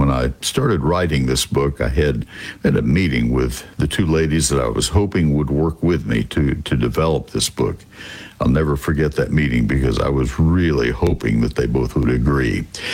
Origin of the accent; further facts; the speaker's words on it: Texas, United States